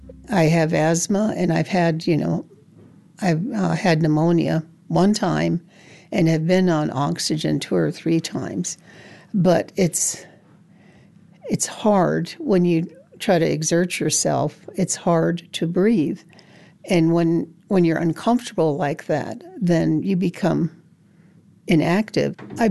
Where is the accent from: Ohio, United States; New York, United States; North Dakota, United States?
North Dakota, United States; Fort Berthold Reservation; now in Colorado, United States; I was born and raised on the Fort Berthold Reservation.